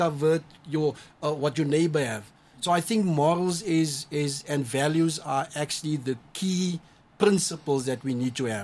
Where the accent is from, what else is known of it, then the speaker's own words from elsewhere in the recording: Johannesburg, Gauteng, South Africa; I grew up in Cheswick Flats, opposite the high school in Coronationville, at the flats.